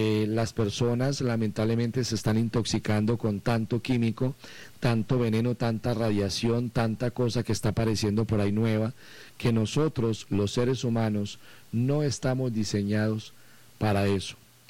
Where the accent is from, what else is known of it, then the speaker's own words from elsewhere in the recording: Colombia; nosotros, como buenos colombianos